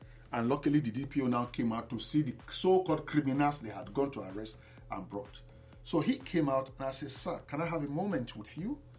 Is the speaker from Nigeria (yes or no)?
yes; Nigeria; I'm a Nigerian.